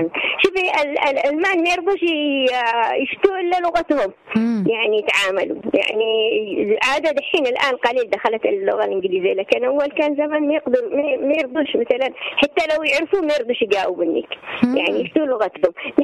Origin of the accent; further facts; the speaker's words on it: Aden, Yemen; accent: Adeni; اللهجة العدنية أو اليمنية بشكل عام يعني افتهملي يعني لهجتنا إحنا يعني يمكن إحنا يقول لك يعني يمكن كلامنا في عدن أغلبيته من القرآن بشكل عقيم. إحنا ننطق الجيم ننطق القاف